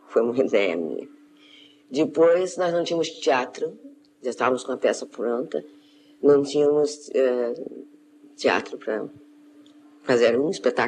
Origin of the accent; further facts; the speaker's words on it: Rio de Janeiro, Brazil; born there; also born or lived in Minas Gerais; eu nasci aqui no Rio de Janeiro, no Engenho de Dentro. E meu pai tinha um pequeno sítiozinho, uma fazendola no interior de Minas. E fui para lá muito pequenininha, com meses para lá. E ali cresci, voltei para o Rio de Janeiro quando tinha 8 anos de idade.